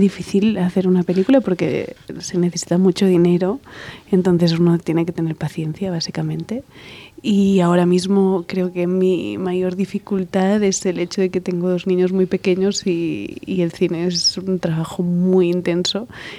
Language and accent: Spanish; Spain; soy cineasta, soy española, vivo en Barcelona